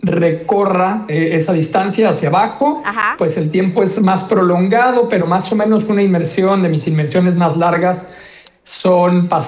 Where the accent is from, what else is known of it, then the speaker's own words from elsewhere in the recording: Mexico City, Mexico; moved away as an adult; now in Quintana Roo, Mexico; yo soy originario de Ciudad de México, pero llevo en Quintana Roo aproximadamente 16 años.